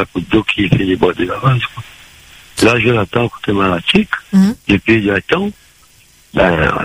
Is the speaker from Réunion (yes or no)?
yes; Saint-Denis, Réunion; born there; Moi, je suis né à La Réunion, à Saint-Denis-la-Réunion.